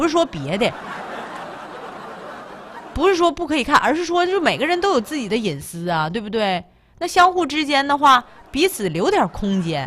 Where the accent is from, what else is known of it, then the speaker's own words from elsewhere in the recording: Tieling, Liaoning, China; moved away; 我老家铁岭的，